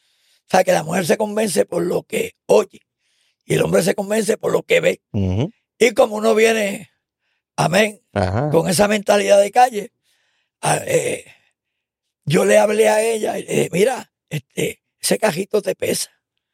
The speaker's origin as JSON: {"language": "Spanish", "town": "Ponce", "country": "Puerto Rico", "tie": "born or raised there", "said": "Porque yo me crié en Ponce y hay otro ambiente en la calle."}